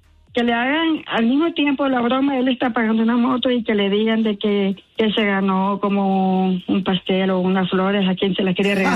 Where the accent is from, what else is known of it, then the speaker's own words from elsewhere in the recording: Honduras; Soy hondureña, pero soy mujer de un solo hombre